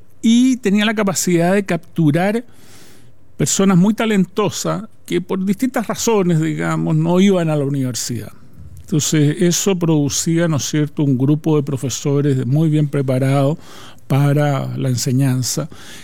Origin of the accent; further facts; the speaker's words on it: Lago Ranco, Los Ríos, Chile; Crecí más bien en Lago Ranco